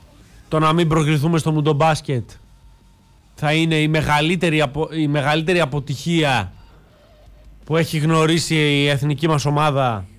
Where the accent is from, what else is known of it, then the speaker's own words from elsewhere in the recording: Greece; Να φροντίσουμε ως Έλληνες να βρίσκεται ο κόσμος στο γήπεδο